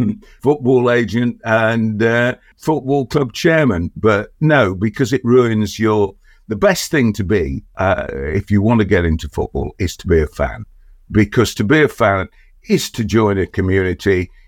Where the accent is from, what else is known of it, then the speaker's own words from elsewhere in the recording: Leicester, East Midlands, United Kingdom; born there; I was born in the Fielding Johnson Hospital on Regent Road, Leicester in 1950.